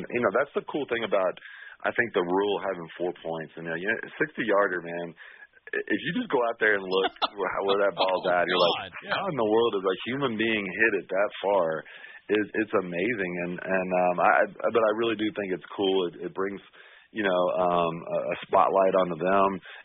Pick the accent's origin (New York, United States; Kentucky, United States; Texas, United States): Kentucky, United States; Louisville; to give this my hometown city a chance to win a championship and bring a trophy back to Louisville.